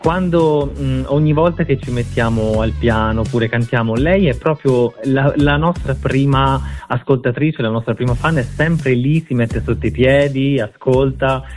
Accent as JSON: {"language": "Italian", "town": "Viareggio", "region": "Tuscany", "country": "Italy", "tie": "born or raised there", "accent": "Tuscan", "said": "sono nato proprio all'estero, e poi fin da piccino, quando ancora, diciamo, ero poco dopo nasce, sono venuto in Italia e sono cresciuto a Viareggio."}